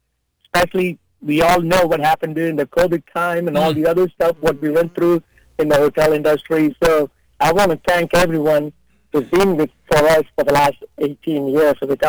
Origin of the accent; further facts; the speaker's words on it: India; English is a second language; now in Champaign, United States; Because when I grew up in India, I didn't know what Champaign, Illinois was. I never knew I'm going to end up here.